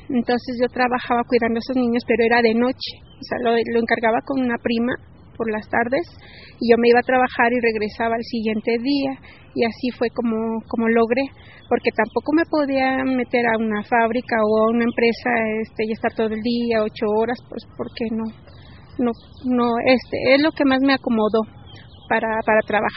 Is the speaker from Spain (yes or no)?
no; Mexico City, Mexico; Soy de la Ciudad de México.